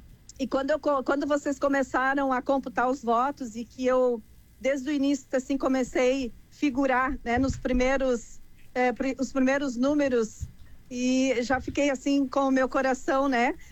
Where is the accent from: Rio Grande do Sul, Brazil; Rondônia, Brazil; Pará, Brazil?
Rio Grande do Sul, Brazil; Soledade; born there; moved away; Eu que sou do interior, eu sou lá de Soledade, nasci lá com muito orgulho, sou filha de agricultores